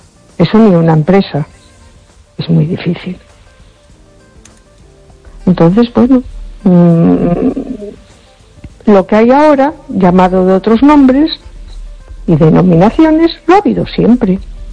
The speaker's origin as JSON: {"language": "Spanish", "town": "A Coruña", "region": "Galicia", "country": "Spain", "said": "Hola, buenas noches. … de Coruña."}